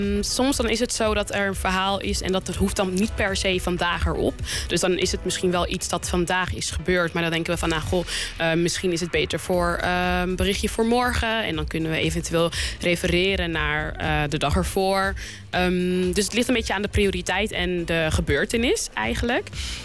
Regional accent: The Hague, South Holland, Netherlands; Ik kom natuurlijk zelf ook uit Den Haag.

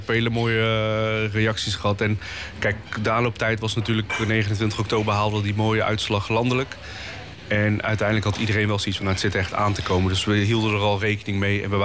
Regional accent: Leidschendam-Voorburg, South Holland, Netherlands; also born or lived in Tunis; Van Leidschendam-Voorburg is mijn thuis, daar ben ik opgegroeid.

